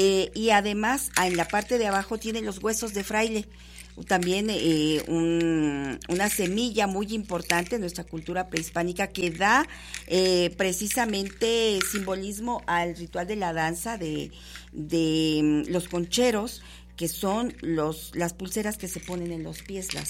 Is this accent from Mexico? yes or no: yes; Mexico; nosotros como mexicanos